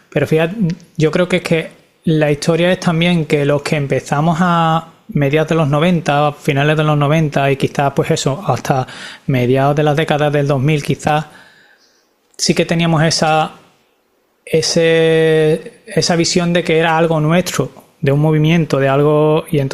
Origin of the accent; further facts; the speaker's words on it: Seville, Andalusia, Spain; now in Barcelona, Spain; yo soy de Sevilla, pero estoy viviendo en Barcelona